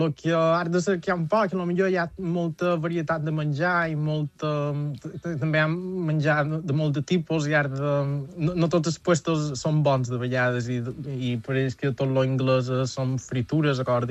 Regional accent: Manacor, Balearic Islands, Spain; now in Brighton, United Kingdom

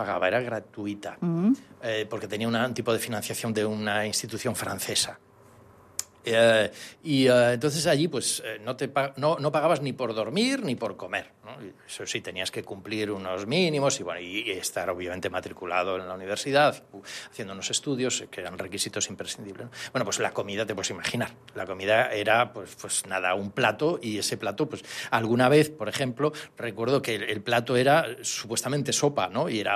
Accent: Galicia, Spain; Porque yo creo que en el fondo me recordaba mi tierra, Galicia.

